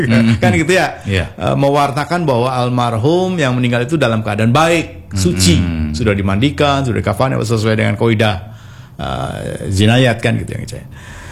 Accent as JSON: {"language": "Indonesian", "region": "West Java", "country": "Indonesia", "tie": "born or raised there", "said": "Apalagi di kampung saya di Mandalang itu kan banyak para mama ya, para elang, sepuh gitu."}